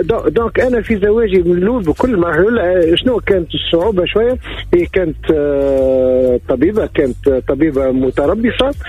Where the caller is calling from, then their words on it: Tunis, Tunis Governorate, Tunisia; نعم من 66 من تونس